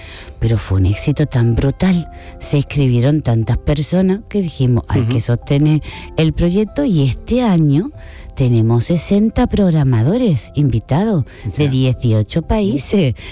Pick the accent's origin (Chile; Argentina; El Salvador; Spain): Spain; Cádiz, Andalusia; moved away; porque tú hablabas de mi acento después de una migración de 20 años, y es que todavía en Cádiz mucha gente tiene que emigrar para seguir formándose y para tener un oficio artístico